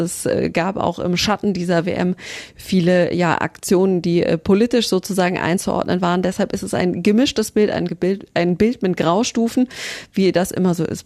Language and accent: German; Germany; Habe ich gesagt, aus Deutschland